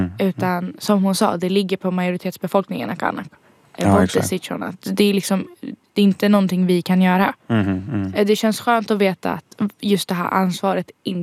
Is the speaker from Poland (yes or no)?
yes; Poland; Och inte säga att jag är från Polen.